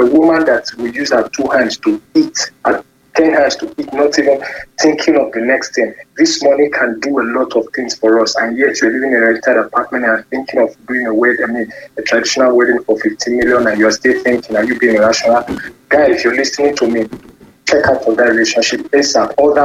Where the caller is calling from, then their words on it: Felele, Oyo, Nigeria; from Felene.